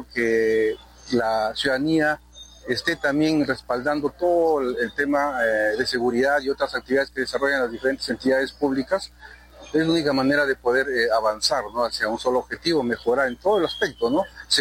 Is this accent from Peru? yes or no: yes; Peru; ese fervor patriótico que siempre nos identifica, ¿no? Como peruanos.